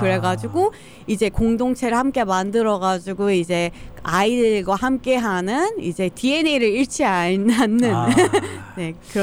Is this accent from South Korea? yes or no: yes; South Korea; also born or lived in Toronto, Canada; 아기 때 한국을 갔어요. 그래서 그 과정을 반복을 하면서 저는 2세도 아니고 1.5세도 아니고 되게 저의 정체성에 대한 고민을 정말 많이 했단 말이에요.